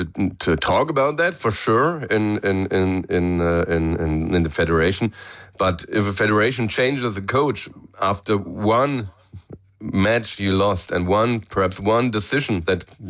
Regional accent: Mainz, Rhineland-Palatinate, Germany; the club Mainz, in my hometown

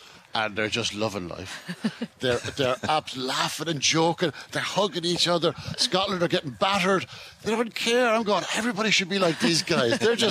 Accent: Ireland; I'm Irish

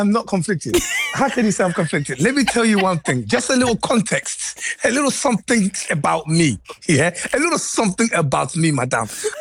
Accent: United Kingdom; Britain is the melting pot of the world. I mean, I can be Congolese within my Britishness. So right now, I'm British.

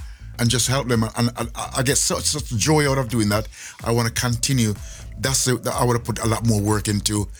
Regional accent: Jamaica; born there; moved away; I was born in Jamaica

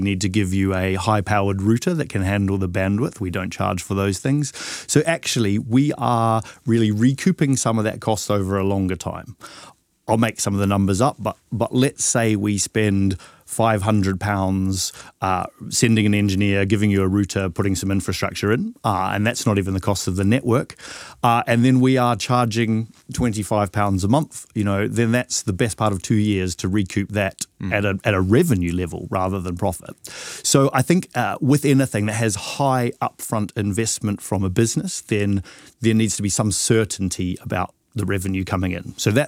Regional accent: New Zealand; now in United Kingdom; I'm originally from New Zealand

